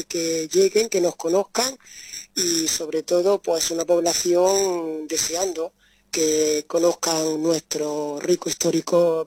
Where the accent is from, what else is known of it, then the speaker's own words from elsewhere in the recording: Arjonilla, Andalusia, Spain; en mi pueblo, Arjonilla.